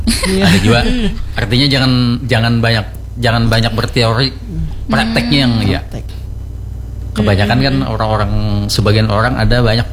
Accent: South Kalimantan, Indonesia; Makanya kita di Kalimantan ini, khususnya di Banjar ini, sangat jarang menemukan tulisan-tulisan kuno.

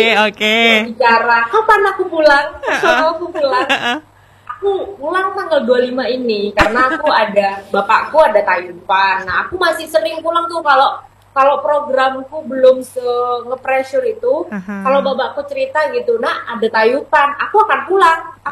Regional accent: East Java, Indonesia; tidak hanya dari sudut pandang aku sebagai orang Madura gitu.

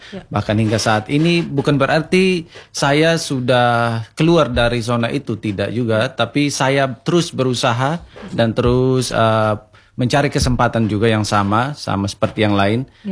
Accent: East Nusa Tenggara, Indonesia; now in Bali, Indonesia; Saya orang Sumba, jadi jadi saya orang Sumba, saya dari Karera di selatan Sumba Timur.

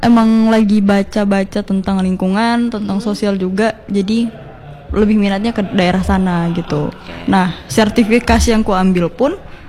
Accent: Batam, Riau Islands, Indonesia; born there; aku memang kelahiran Batam dan ber-KTP Batam

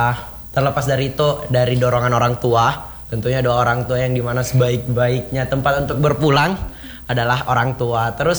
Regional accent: South Sulawesi, Indonesia; di daerah saya di Kabupaten Wajo

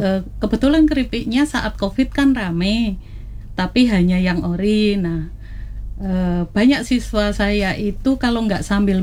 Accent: Special Region of Yogyakarta, Indonesia; born there; Kebetulan kami lahir di daerah Kokap, Kabupaten Kulon Progo, yang di atas bukit sana itu hanya bisa tumbuh singkong saat itu yang hidup subur karena kurang air

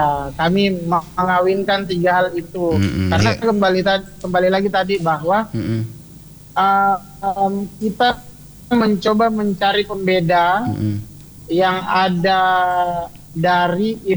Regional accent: West Sulawesi, Indonesia; Kita selaku Mandar

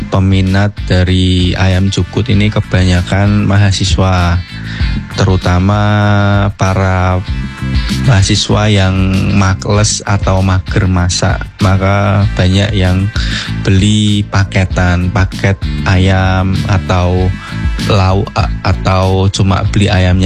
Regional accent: Semarang, Central Java, Indonesia; Asal saya dari Semarang asli, tepatnya di Kelurahan Beringin, Kecamatan Ngalian.

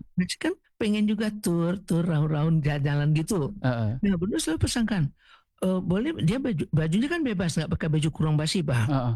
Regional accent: West Sumatra, Indonesia

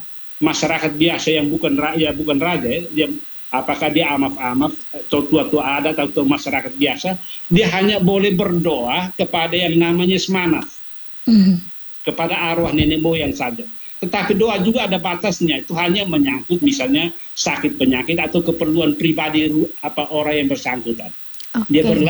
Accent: East Nusa Tenggara, Indonesia; kalau kami orang Timur yang berbahasa Dawan, yang walaupun sudah beragama itu, menyebut Tuhan Allah itu dengan istilah Wisneno.

